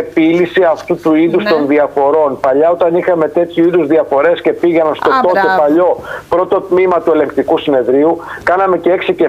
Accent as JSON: {"language": "Greek", "region": "Central Greece", "country": "Greece", "said": "προς τα μέρη τα δικά μου πάνω που κατάγομαι από την Κεντρική Ελλάδα"}